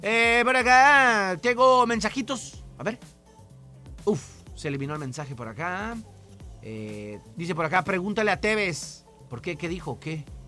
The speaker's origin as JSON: {"language": "Spanish", "country": "Mexico", "said": "yo como mexicano"}